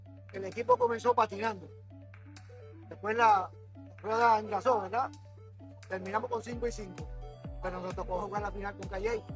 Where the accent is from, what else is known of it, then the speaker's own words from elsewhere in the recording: Comerío, Puerto Rico; Yo nací y me crié en Comerío.